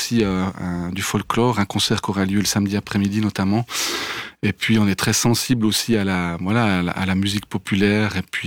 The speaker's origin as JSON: {"language": "French", "town": "La Chaux-du-Milieu", "region": "Neuchâtel", "country": "Switzerland", "tie": "born or raised there", "said": "je suis un habitant du village, je suis né à la Chaux du Millau"}